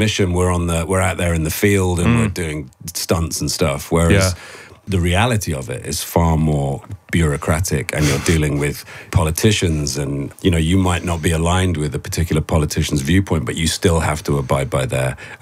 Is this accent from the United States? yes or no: no; United Kingdom; as a Brit